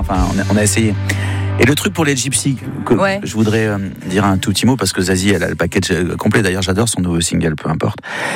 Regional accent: Spain; parce que je suis espagnol aussi, je suis franco-espagnol, j'ai deux passeports.

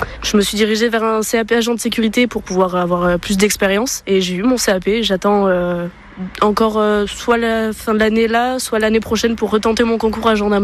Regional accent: Saint-Palais, France; j'ai 19 ans et je viens de Saint-Palais.

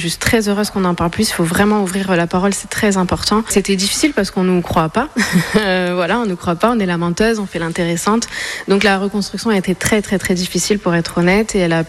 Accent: Fréjus, Provence-Alpes-Côte d'Azur, France; Je suis une petite varoise. Je viens de Fréjus parce que mon papa était dans la marine. Je suis restée jusqu'à 25 ans, donc j'ai fait mes études. J'y ai découvert la danse.

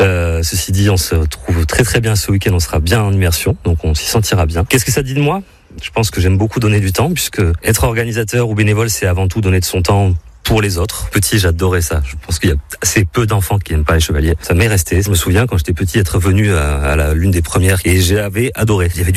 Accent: Bordeaux, Nouvelle-Aquitaine, France; J'ai 36 ans, je suis né à Bordeaux. Je suis vraiment un enfant du pays.

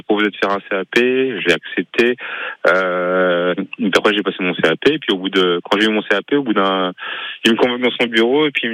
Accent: Normandy, France; non, moi je suis originaire de Normandie. En fait, moi je suis métissé. Mon papa est sénégalais, maman française. Mais sinon, Calvados.

